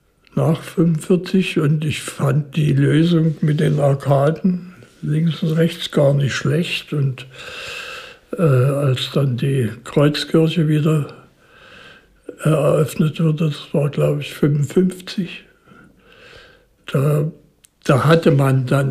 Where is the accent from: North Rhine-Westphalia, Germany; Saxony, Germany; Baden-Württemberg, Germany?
Saxony, Germany; Dresden; zu Maler ging man als Dresdner vielleicht nicht so häufig als zu Mozart.